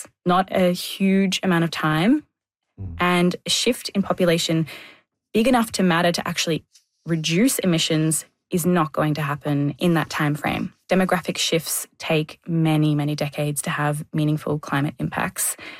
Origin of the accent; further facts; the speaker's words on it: Australia; Also, I don't like spiders and I grew up in Australia, so I had plenty of exposure therapy.